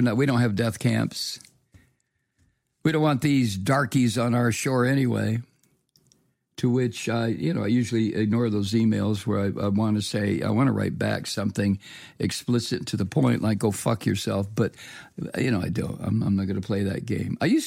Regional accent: United States; I am an American. I am a citizen in a country that the rest of the world now looks at.

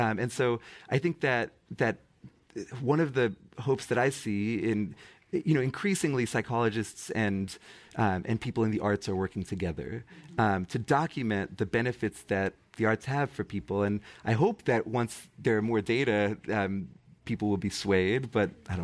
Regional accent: Massachusetts, United States; my home state of Massachusetts.

